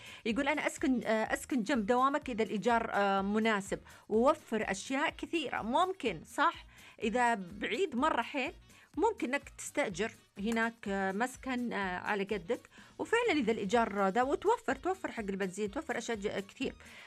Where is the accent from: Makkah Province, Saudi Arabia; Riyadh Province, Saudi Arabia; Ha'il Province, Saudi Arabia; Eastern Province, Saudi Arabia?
Eastern Province, Saudi Arabia; Dammam; من الدمام.